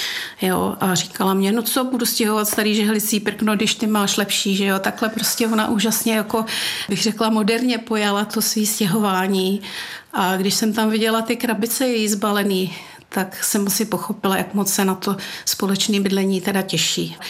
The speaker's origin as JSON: {"language": "Czech", "town": "Jičín", "region": "Hradec Králové Region", "country": "Czechia", "tie": "born there", "said": "Vrátila jsem se do svého rodného Jičína, do svého rodného města, ale důvodem bylo především to, že tady žila ta moje babička"}